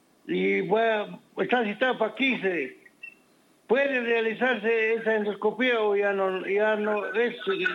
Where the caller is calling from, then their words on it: Huancayo, Junín, Peru; Me llamo desde Huancayo.